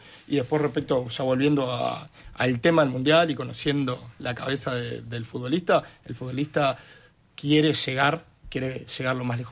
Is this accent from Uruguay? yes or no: yes; Uruguay